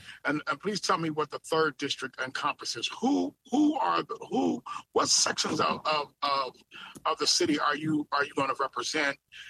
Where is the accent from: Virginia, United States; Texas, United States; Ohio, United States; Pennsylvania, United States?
Pennsylvania, United States; Philadelphia; growing up in Philadelphia all my life and growing up in South Philadelphia all my life